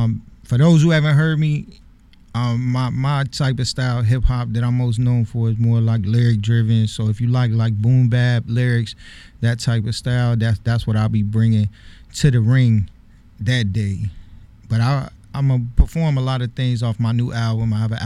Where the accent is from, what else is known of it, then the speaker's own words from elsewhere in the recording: Richmond, Virginia, United States; born there; also born or lived in San Francisco, California, United States; I'm a Richmond-based hip-hop artist. Originally, I'm from the Bay Area, San Francisco, but I've also grown up here.